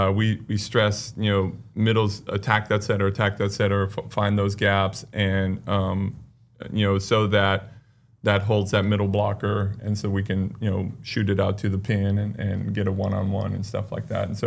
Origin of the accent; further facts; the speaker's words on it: California, United States; Well, I grew up in California, and I played in high school.